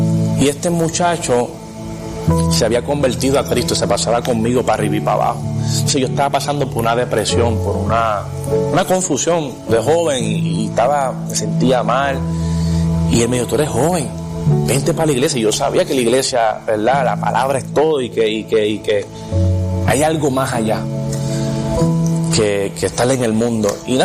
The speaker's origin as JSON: {"language": "Spanish", "town": "San Juan", "country": "Puerto Rico", "tie": "born there", "said": "Y yo me crié con mi abuela y con mi mamá. Nací en San Juan, Puerto Rico."}